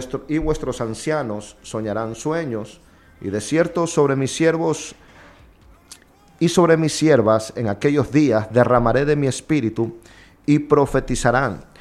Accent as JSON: {"language": "Spanish", "country": "Ecuador", "moved": "yes", "lives_now": "Spain", "said": "en mi país, Ecuador"}